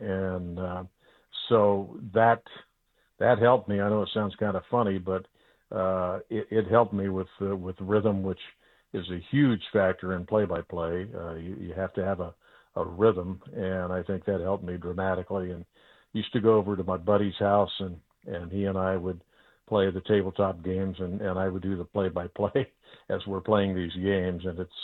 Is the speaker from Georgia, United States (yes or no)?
no; Indiana, United States; I grew up in Indiana, and you know, it's a state law. You have to like basketball.